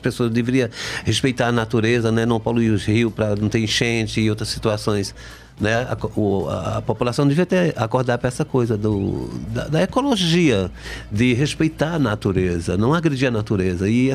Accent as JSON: {"language": "Portuguese", "town": "Caruaru", "region": "Pernambuco", "country": "Brazil", "lives_now": "Jaboatão dos Guararapes, Brazil", "said": "Pois é, eu sou de Caruaru, né? Terra do Vitalino, né? Muita cultura em Caruaru, né? O São João, né?"}